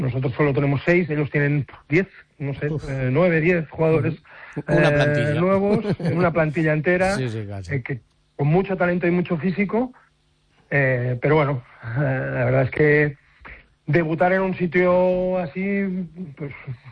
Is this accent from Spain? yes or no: yes; Badalona, Catalonia, Spain; Soy de Badalona, pero también soy del Barça de fútbol.